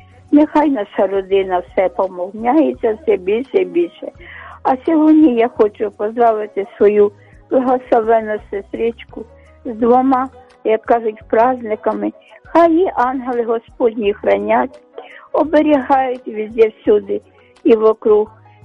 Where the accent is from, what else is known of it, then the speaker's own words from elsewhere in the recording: Kyiv, Ukraine; я з Оболоні, з Києва.